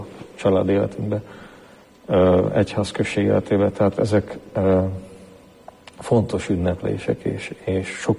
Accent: Babindol, Nitra Region, Slovakia; én egy kis településről származom. Zoborvidékről, Bábindal, 700 lakosú a település

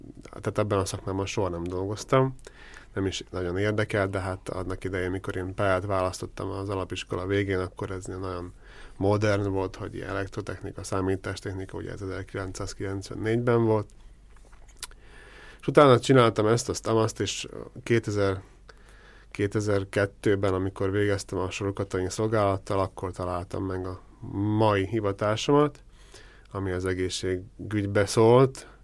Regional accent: Kolárovo, Nitra Region, Slovakia; Hát én Gutáról származom, ami ugye Komáromtól kb. 20 kilométerre van. Ott születtem egy abszolút nem zenei érdekeltséggel eladott családba.

